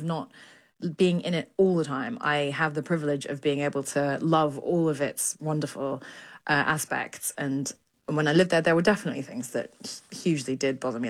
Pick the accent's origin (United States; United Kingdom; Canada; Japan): Japan; born or raised there